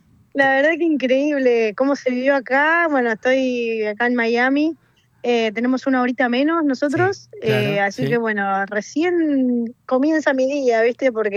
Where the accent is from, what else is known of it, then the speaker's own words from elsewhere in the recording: Rojas, Buenos Aires Province, Argentina; yo soy de Rojas